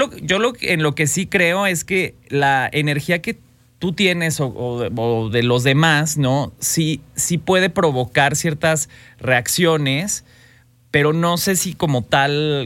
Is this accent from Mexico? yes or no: yes; Jalisco, Mexico; Paisanos de Lagos. Ya ven que soy de Los Altos de Jalisco.